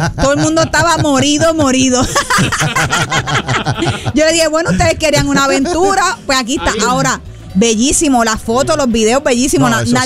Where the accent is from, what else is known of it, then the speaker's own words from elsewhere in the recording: Caguas, Puerto Rico; Yes, mi ciudad natal.